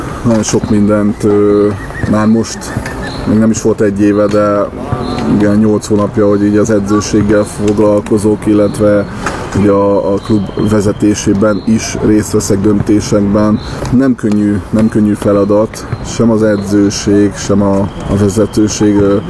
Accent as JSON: {"language": "Hungarian", "town": "Orosháza", "region": "Békés", "country": "Hungary", "tie": "born or raised there", "also_born_or_lived": "Szeged", "said": "Gyakorlatilag Orosházán születtem, ott nőttem föl, Szegeden voltak a legszebb éveim"}